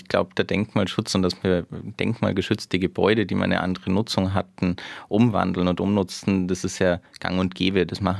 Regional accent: Ingolstadt, Bavaria, Germany; aus meiner Heimatstadt, aus Ingolstadt, wo ja auch in der alten Stadtmauer gewohnt wird.

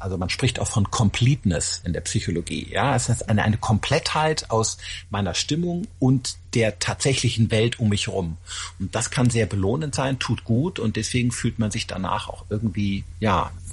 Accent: Rhineland, Germany; Ich komme ja aus dem Rheinland.

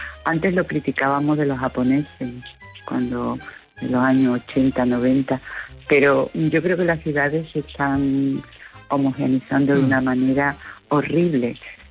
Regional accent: Cádiz, Andalusia, Spain; Porque como soy de Cádiz, pues no me resulta muy difícil sentarte en un bar, hablar con la gente

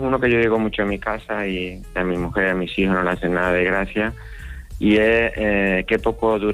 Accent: Canary Islands, Spain; acuérdate que somos canarios y claro. Somos muy tranquilos.

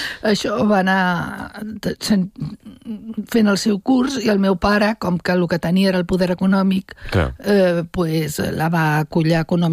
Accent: Catalonia, Spain; accent: Catalan; jo quan surto tinc accent català, parlo castellà, i la major part de les coordenades les tinc d'aquí

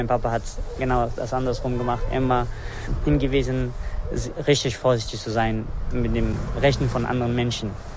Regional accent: Afghanistan; Ich komme aus Afghanistan.

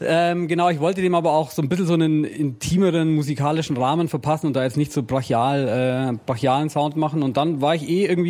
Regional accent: Fischen, Bavaria, Germany; accent: Allgäu dialect; first language Allgäu dialect (German); moved away as an adult; now in Nuremberg, Germany; ich komme aus einem Dorf in der Nähe von Oberstdorf. Fischen heißt es. Oberstdorf ist vielleicht den Leuten im Begriff wegen dem Skispringen. Genau, da bin ich aufgewachsen. Bis ich 22 war, habe ich dort gelebt, bin dann nach Nürnberg gezogen

